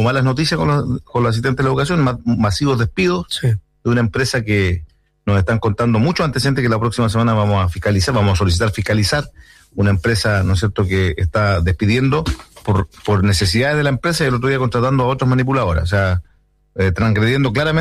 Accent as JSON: {"language": "Spanish", "town": "Puerto Montt", "region": "Los Lagos", "country": "Chile", "tie": "born or raised there", "said": "Me crié en la escuela en la Villa Marina, en Puerto Montt, estudié en la escuela 2, después estudié en el San Javier."}